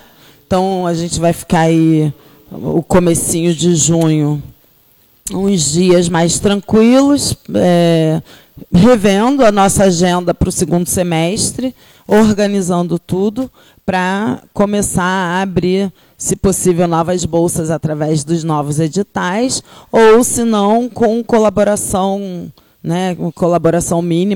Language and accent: Portuguese; Arraial do Cabo, Rio de Janeiro, Brazil; eu sou de Arraial do Cabo também, fiquei ouvindo aqui as histórias, eu sou cabista, sou do Cabo, Galo.